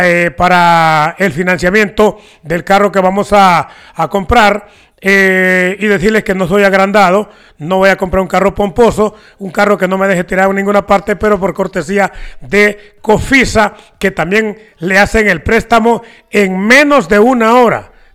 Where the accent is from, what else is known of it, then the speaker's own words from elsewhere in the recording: Tegucigalpa, Francisco Morazán, Honduras; born there; yo nací en Honduras.